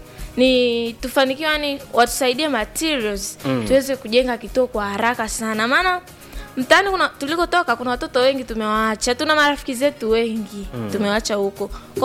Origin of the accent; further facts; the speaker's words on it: Iringa, Tanzania; born there; Mimi nimezaliwa Ipogoro.